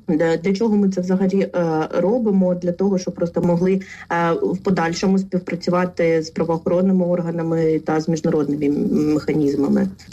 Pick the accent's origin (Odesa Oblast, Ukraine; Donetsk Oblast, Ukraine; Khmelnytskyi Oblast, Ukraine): Donetsk Oblast, Ukraine; Makiivka; also born or lived in Mariupol; Родом з Донеччини, народилася я в місті Макіївка Донецької області, і, на жаль, з 14-го року моє місто окуповане росіянами.